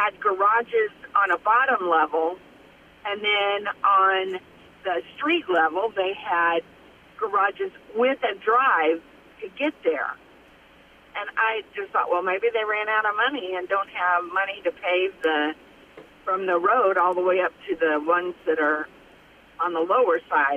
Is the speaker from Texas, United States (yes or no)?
yes; Texas, United States; I was raised in Texas